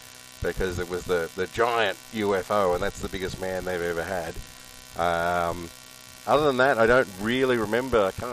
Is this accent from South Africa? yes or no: no; Australia; now in Ottawa, Canada; I'm Australian. I've lived in Ottawa for 18 years.